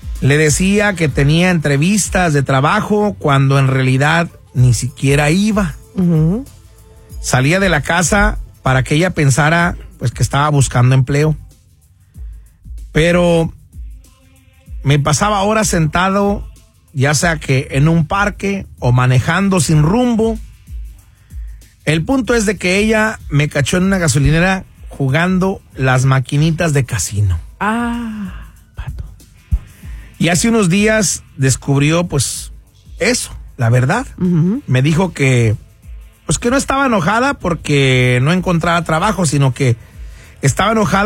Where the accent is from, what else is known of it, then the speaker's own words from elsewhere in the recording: San Luis Potosí, Mexico; los escucho aquí en Del Valle, soy de San Luis Potosí.